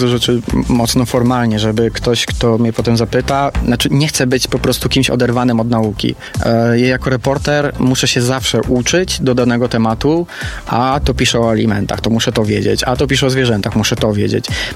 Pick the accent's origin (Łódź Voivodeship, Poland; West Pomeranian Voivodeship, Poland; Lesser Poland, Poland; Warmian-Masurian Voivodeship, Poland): West Pomeranian Voivodeship, Poland; Połczyn-Zdrój; now in Poznań, Poland; Ja mieszkam w Poznaniu, ale pochodzę z Połczyna Zdroju